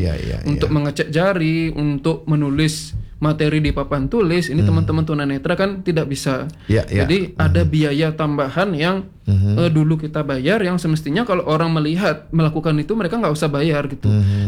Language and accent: Indonesian; Bali, Indonesia; Jadi bagaimana kita sebagai orang Bali, kita melestarikan budaya Bali melalui musik tradisional misalnya